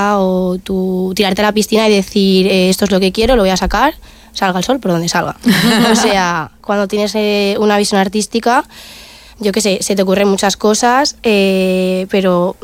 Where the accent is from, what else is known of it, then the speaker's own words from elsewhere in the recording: Valencian Community, Spain; Yo soy valenciana y la terreta siempre la tengo bastante, bastante unida.